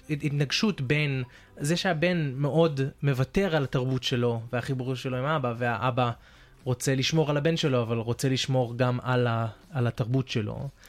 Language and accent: Hebrew; Australia; also born or lived in California; ההורים שלי מהארץ, אני נולדתי בקליפורניה, ואני כאילו, אני חייתי פה כל החיים שלי, אז אני מדבר שפה אחרת, ויש לי קשר לתרבות אחרת, אבל אני לא מהמקום הזה